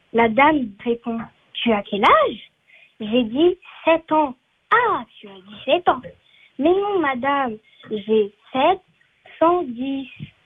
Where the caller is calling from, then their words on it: Savigny-sur-Orge, Île-de-France, France; j'ai 10 ans et j'habite à Savigny-sur-Orge.